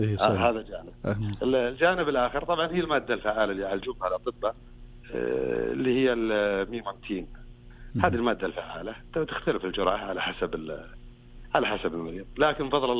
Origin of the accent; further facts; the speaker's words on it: Bisha, Asir, Saudi Arabia; والله طال عمرك من بيشة.